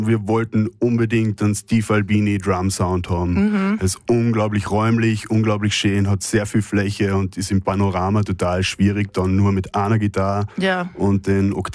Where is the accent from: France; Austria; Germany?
Austria; Also ich komme aus der Region und ich war als 8-Jähriger das erste Mal dort